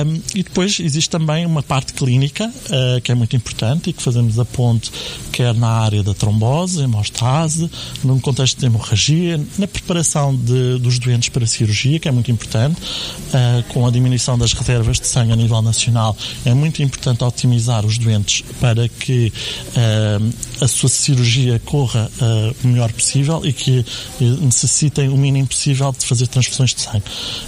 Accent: Abrantes, Centro, Portugal; primeiro porque sou natural de Abrantes

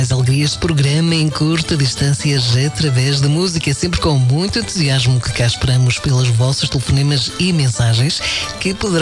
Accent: Azores, Portugal; Envio também um grande abraço a toda a minha família e amizades nos Açores, em especial na minha terra, Ilha de São Jorge.

